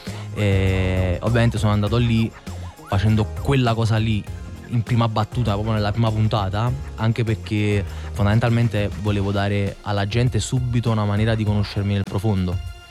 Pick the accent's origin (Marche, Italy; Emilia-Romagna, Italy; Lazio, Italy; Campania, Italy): Campania, Italy; Naples; io all'inizio quasi non è che volevo nascondere di essere napoletano, che mai nella vita.